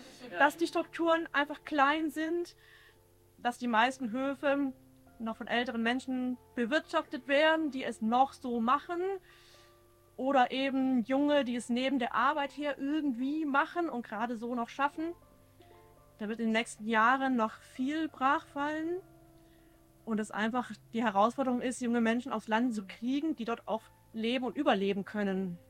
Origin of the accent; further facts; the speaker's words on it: Baden-Württemberg, Germany; moved away; Ich komme eigentlich aus dem Süden, aus Baden-Württemberg. Da hat man eigentlich keine Möglichkeit anzufangen.